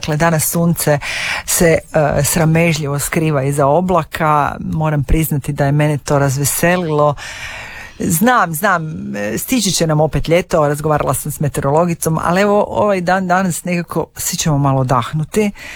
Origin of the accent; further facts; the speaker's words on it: Premantura, Istria County, Croatia; Odrasla sam u Preventuri na Rtkamenjaku i sjećam se kako je to bilo nekad, dok nas nije otkrio National Geographic